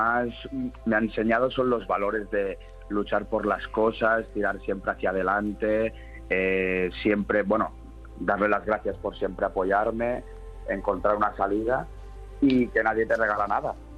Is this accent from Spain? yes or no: no; Andorra; para mí ser andormeño es el haber nacido y crecido en Andorra, pero pasar los veranos aquí en la Codosera, venir aquí a pasar las vacaciones con la familia, con el campo, y sentirme de un poco de los dos lados